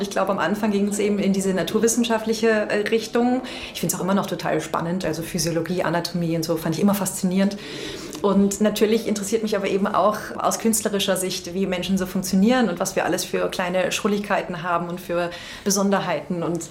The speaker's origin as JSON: {"language": "German", "country": "Germany", "lives_now": "Austria", "said": "Also man wurde teilweise auf offener Straße als Piefke beschimpft, wenn die Leute gehört haben, dass man Bundesdeutsch spricht."}